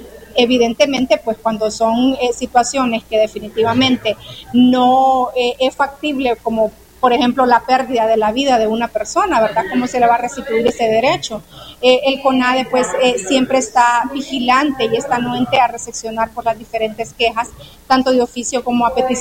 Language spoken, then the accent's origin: Spanish; Honduras; como hondureños y hondureñas.